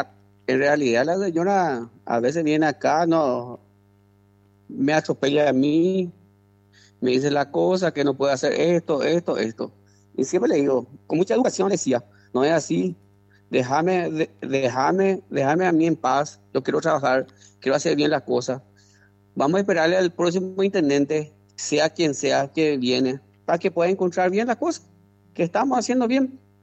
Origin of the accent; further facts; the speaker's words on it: Pedro Juan Caballero, Amambay, Paraguay; soy ciudadano peruanino, he nacido y criado en esta ciudad. Nací allá, en la Internacional, donde comienza el Paraguay y donde termina el Paraguay.